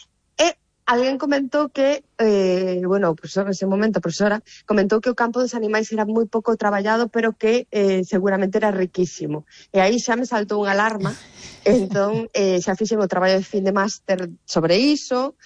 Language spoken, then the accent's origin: Galician; Ponteareas, Galicia, Spain; eu, bueno, son da aldea de toda a vida, non? Son de Ponteareas, dunha aldea de Ponteareas, e sí. Sempre, na miña casa sempre houve animais